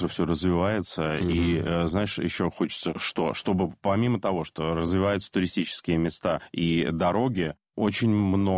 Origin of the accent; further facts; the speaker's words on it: Novy Urengoy, Yamalo-Nenets Autonomous Okrug, Russia; Слушай, я вырос в Ямало-Ненецком автономном округе, mm-hmm. в городе Новый Уренгой